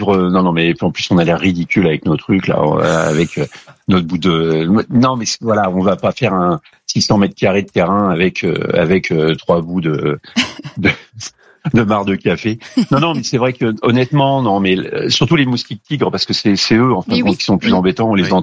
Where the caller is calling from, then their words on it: Clermont-Ferrand, Auvergne-Rhône-Alpes, France; moi je suis sur Clermont-Ferrand